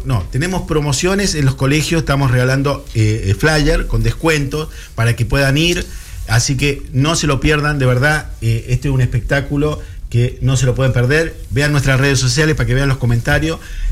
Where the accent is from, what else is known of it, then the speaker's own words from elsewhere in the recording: Argentina; Yo soy argentino, mi mamá es checoslovaca.